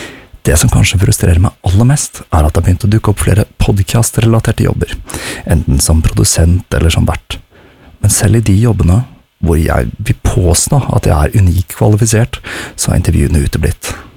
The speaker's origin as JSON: {"language": "Norwegian", "region": "Oslo", "country": "Norway", "tie": "born or raised there", "moved": "yes", "said": "Nå som jeg har flyttet tilbake til min hjemby Oslo"}